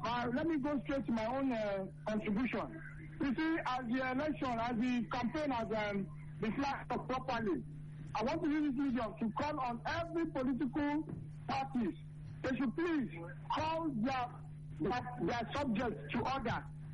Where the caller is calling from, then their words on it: Niger State, Nigeria; I'm calling from Biga, Niger State.